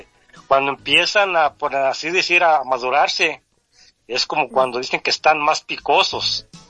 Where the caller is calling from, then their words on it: Manalisco, Jalisco, Mexico; estamos acá en Manalisco, Jalisco.